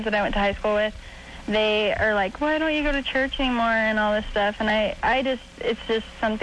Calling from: Provo, Utah, United States; that's predominantly Mormon area because I'm from there.

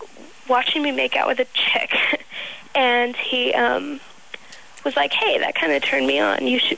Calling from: Hawaii, United States; I'm Hawaiian.

